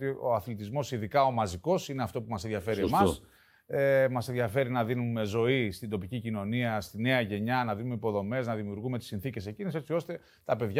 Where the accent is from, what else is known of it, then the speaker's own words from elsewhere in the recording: Athens, Attica, Greece; born there; Γεννήθηκα στην Αθήνα.